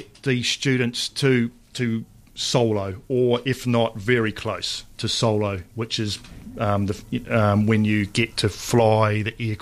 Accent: Whangarei, Northland, New Zealand; I was born and raised up in Whangarei

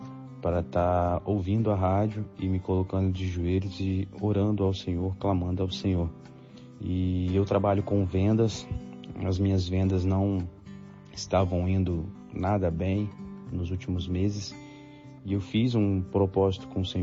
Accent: Vitória, Espírito Santo, Brazil; sou de Vitória, Espírito Santo

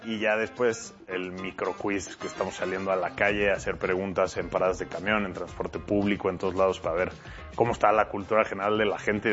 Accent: Mexico City, Mexico; Pues los Diablos. Soy de la Ciudad de México.

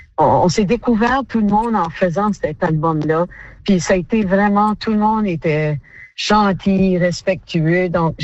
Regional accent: Memramcook, New Brunswick, Canada; moved away; on s'en va dans mon village natal, qui est Memramcook, que je tenais vraiment à retourner dans mon village là-bas.

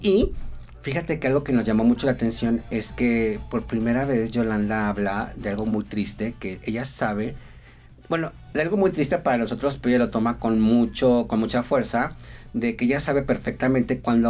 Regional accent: Michoacán, Mexico; Ah, yo soy de Michoacán

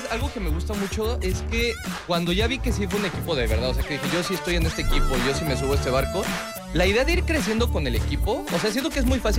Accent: Mexico; Yo soy de México, creo que no entiende la vibra Xolos.

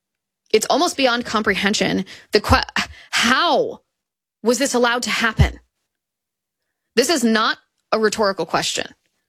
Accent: United States; we as Americans

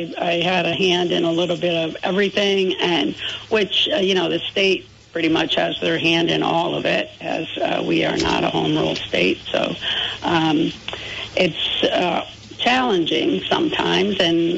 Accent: Rutland County, Vermont, United States; I'm from Rutland County

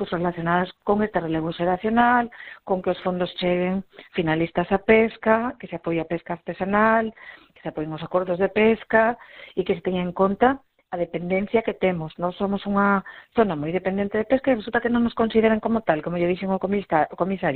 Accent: Vigo, Galicia, Spain

